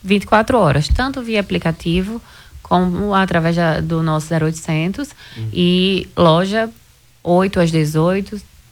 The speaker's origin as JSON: {"language": "Portuguese", "town": "Natal", "region": "Rio Grande do Norte", "country": "Brazil", "said": "Eu sou de Natal, né?"}